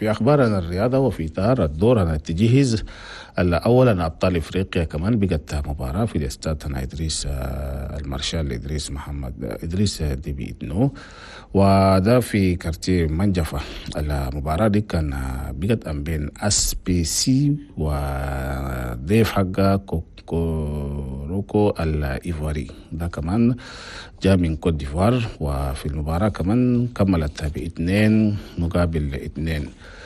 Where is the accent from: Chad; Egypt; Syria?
Chad; نفس الساعة في كل الأقاليم أنا بلدنا تشاد